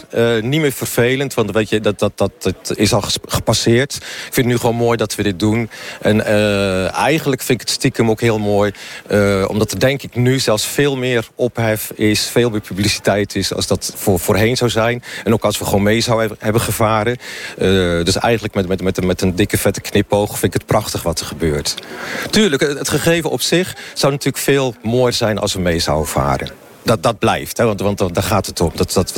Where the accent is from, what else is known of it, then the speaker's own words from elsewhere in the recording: Zierikzee, Zeeland, Netherlands; Ik kom oorspronkelijk uit Zierikzee. Ik ben geboren en getogen